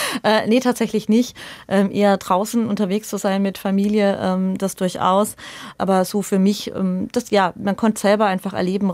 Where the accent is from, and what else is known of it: Lohr am Main, Bavaria, Germany; born there